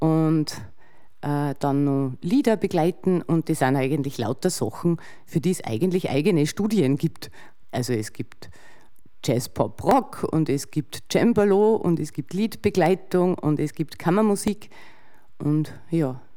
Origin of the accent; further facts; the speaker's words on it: Bad Goisern, Upper Austria, Austria; ich stamme aus Bad Gäusern und bin Pianistin und habe in Salzburg studiert